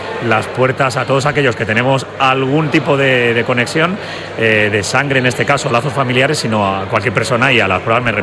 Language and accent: Spanish; Madrid, Community of Madrid, Spain; born there; now in Málaga, Spain; Yo nací en Madrid, pero de familia andaluza.